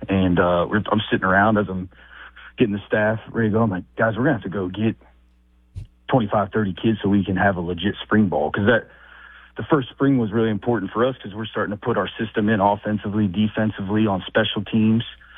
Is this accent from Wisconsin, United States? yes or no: no; Morgantown, West Virginia, United States; And there's a bunch of guys that I grew up with in Morgantown